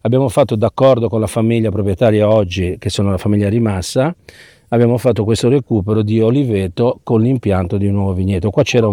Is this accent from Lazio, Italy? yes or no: no; Genoa, Liguria, Italy; ci aggiungo anche da genovese